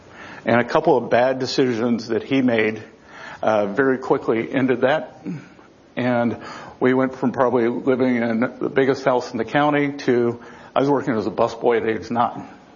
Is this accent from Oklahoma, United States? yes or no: no; South Carolina, United States; My home state of South Carolina has the most people moving in terms of percent